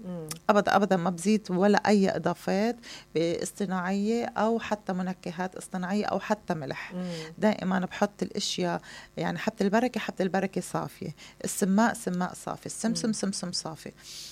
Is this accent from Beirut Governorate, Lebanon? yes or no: no; Kfar Kila, Nabatieh Governorate, Lebanon; هني من ضيعتي من كفر كلا